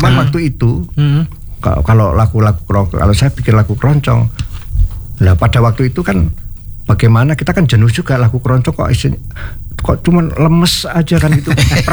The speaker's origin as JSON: {"language": "Indonesian", "town": "Solo", "region": "Central Java", "country": "Indonesia", "moved": "yes", "lives_now": "Jakarta, Indonesia", "said": "saya menciptakan lagu itu setelah saya hijrah ya, habis dari kota Solo ke Jakarta. Hampir rata-rata lagu-lagu saya itu saya ciptakan yang ada di Jakarta"}